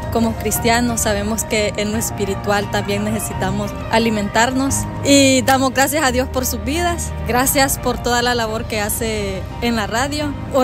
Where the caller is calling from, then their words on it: Mount Pleasant, Texas, United States; desde Mount Pleasant, Texas. Y somos fieles oyentes de la radio. La verdad que nos ha ayudado bastante como familia. Como cristianos